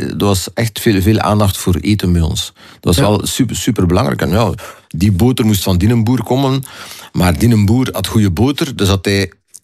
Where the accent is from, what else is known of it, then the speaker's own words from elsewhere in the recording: Zottegem, East Flanders, Belgium; born there; also born or lived in Herzele; Dan ben ik geboren. Ik ben geboren in Zottegem. Ik heb gewoond in Herzelen, maar ook, ja, dat was altijd het ziekenhuis dichtstbij zijn waar ik woonde. Mijn ouders waren van daar